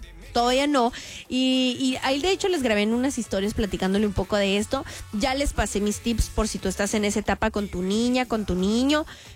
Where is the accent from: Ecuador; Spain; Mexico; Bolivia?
Mexico; somos los mismos mexicanos